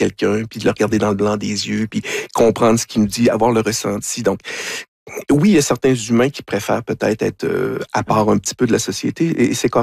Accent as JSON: {"language": "French", "region": "Quebec", "country": "Canada", "said": "On est des Canadiens. Ah, blablabla, bla, bla, Québécois, etc."}